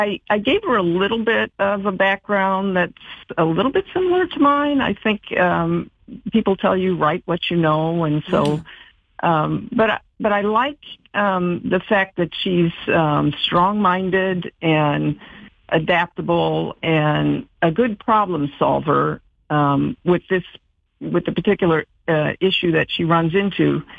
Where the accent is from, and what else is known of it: Indianapolis, Indiana, United States; moved away as an adult